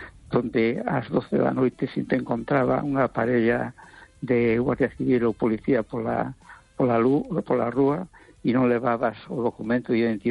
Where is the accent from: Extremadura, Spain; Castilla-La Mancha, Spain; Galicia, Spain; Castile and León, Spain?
Galicia, Spain; A Coruña; Hola, buenas noches, Esther. … de Coruña.